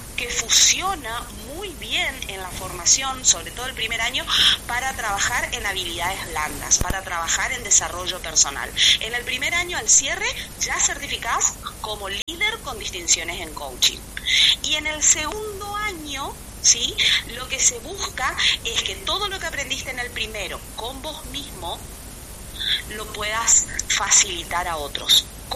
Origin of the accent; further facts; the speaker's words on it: Posadas, Misiones, Argentina; nosotros somos de Posadas